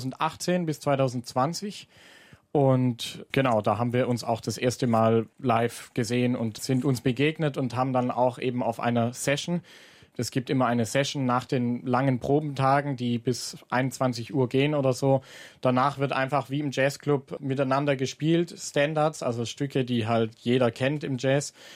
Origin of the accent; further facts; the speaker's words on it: Dettingen an der Erms, Baden-Württemberg, Germany; Es gibt aber von der Heimatgemeinde, wo ich herkomme, Dettingen an der Erms, das ist